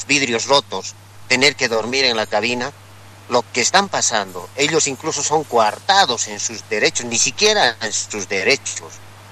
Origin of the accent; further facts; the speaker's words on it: Bolivia; Nosotros también somos bolivianos.